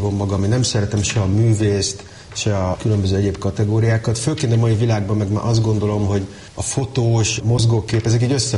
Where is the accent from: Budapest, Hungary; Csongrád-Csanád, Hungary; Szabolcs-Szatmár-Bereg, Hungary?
Budapest, Hungary; Israel; born there; nekem még sose volt kiállításom Izraelbe, és hát ugye én ott születtem